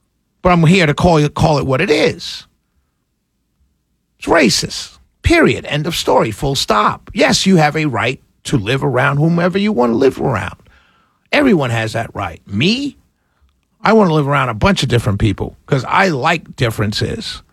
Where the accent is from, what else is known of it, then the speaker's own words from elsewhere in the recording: New York, United States; I'm African-American. Clearly, that's who I am. I'm from New York. Clearly, that's where I'm from. My family came from Jamaica. That's clearly what my ancestry is, Jamaican.